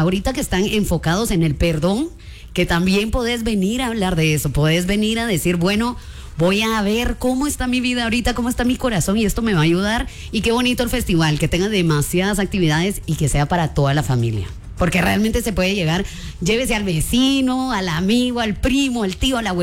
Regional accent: Guatemala; así somos los chapines.

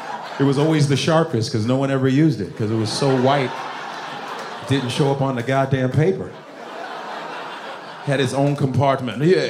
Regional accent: Nigeria; NFL, if you are NFL fans, you know we're a Nigerian.

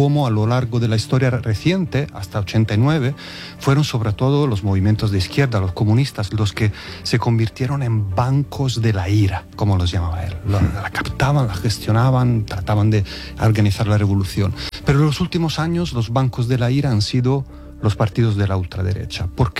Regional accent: Italy; Spanish is a second language; En Italia, en mi país, el partido matriz del que es el partido de Meloni fue acogido en el gobierno por Berlusconi

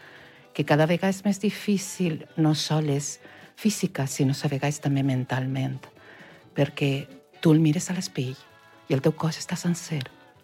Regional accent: Xeraco, Valencian Community, Spain; Jo de Xeraco.

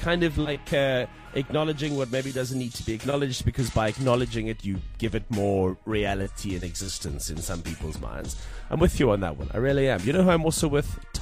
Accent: South Africa; I want to feel good about being South African today.

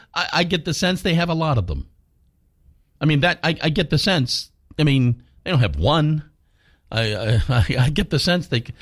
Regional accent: Wichita, Kansas, United States; By the way, I'm here from Wichita, Kansas.

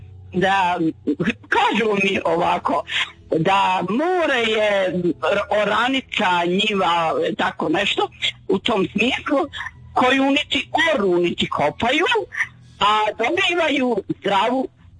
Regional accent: Sarajevo, Bosnia & Herzegovina; now in Kaštel, Croatia; A ima u 92. kad smo došli iz Sarajeva, u Kaštel, ima jedna u Dalmaciji izreka koju sam čula

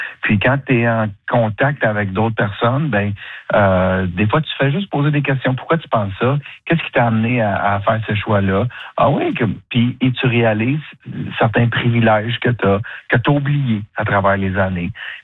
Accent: Drummondville, Quebec, Canada; moi, je viens de Drummondville, je l'ai dit, là. C'est pas très loin de Québec.

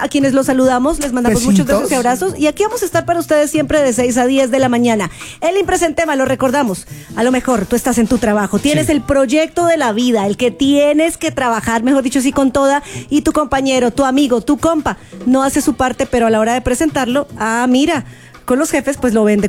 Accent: Bogotá, Colombia; now in Mexico City, Mexico; Rola es el gentilicio que le dicen a la gente en Bogotá, en mi ciudad.

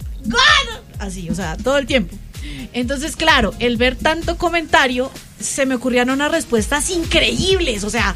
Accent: Colombia; somos colombianas

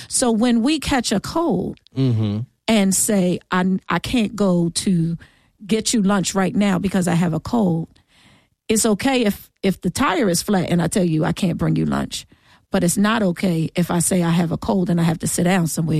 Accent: New Jersey, United States; And abroad, because I came from Jersey. I came from Jersey.

